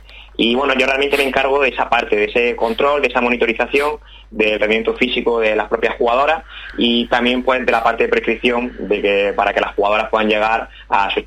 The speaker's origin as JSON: {"language": "Spanish", "town": "Almería", "region": "Andalusia", "country": "Spain", "tie": "born or raised there", "moved": "as an adult", "lives_now": "Barcelona, Spain", "said": "Es verdad que he pasado toda mi vida en Almería, desde que nací hasta pues 23, 24 años. También mi etapa universitaria la hice allí en Almería, pero bueno, ahora mismo vivo en Barcelona."}